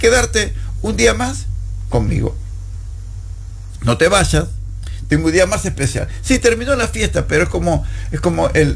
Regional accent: Argentina; nosotros somos argentinos que tomamos mate, esa infusión que es una bombillita y tomamos mate ahí, como lo tomo acá todas las mañanas

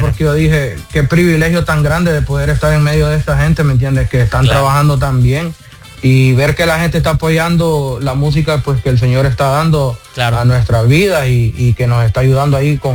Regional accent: Honduras; No, la verdad que sí, somos hondureños.

